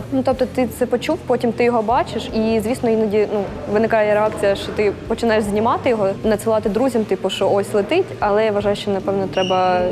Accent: Velykyi Burluk, Kharkiv Oblast, Ukraine; Я з Великого Бурлука, це Куп'янський район. Наразі там дуже складна ситуація, тобто майже кожного дня моє рідне місто підвергається атакам безпілотників

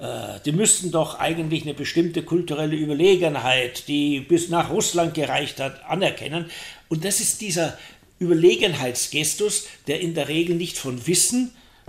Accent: Poland; Ich würde mir als Pole eher Sorgen machen um den deutschen Pazifismus

